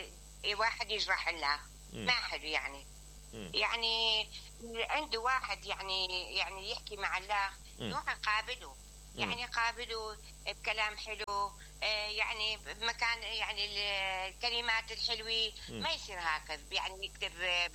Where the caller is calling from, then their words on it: Mosul, Nineveh, Iraq; هاي موصلين, احنا من الموصل